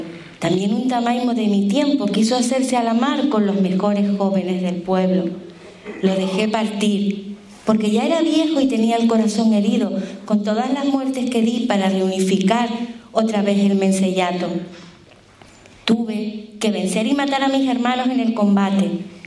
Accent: Santa Cruz de Tenerife, Canary Islands, Spain; soy chicharrera.

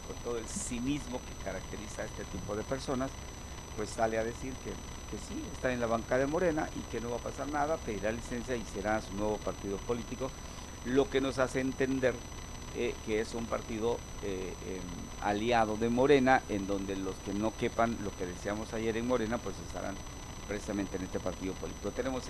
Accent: Spain; born there; Nosotros, que somos españoles de nacimiento, pues le fuimos a España

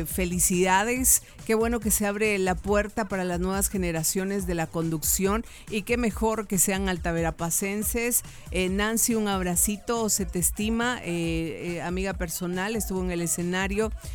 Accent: Alta Verapaz, Guatemala; yo como alta verapacense obviamente cuido a mi terruño.

